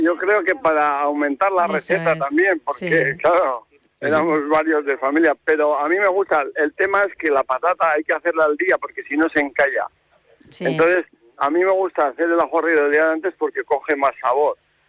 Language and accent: Spanish; Navarre, Spain; Y yo como navarro